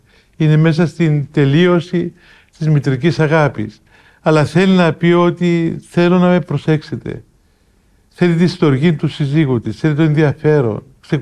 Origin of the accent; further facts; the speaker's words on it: Greece; εμείς ως Έλληνες και ως Ορθόδοξοι